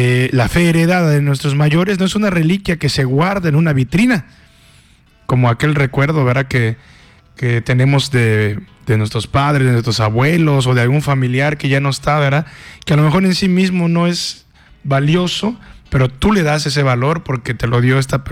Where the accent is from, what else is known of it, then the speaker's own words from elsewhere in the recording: Mexico; somos mexicanos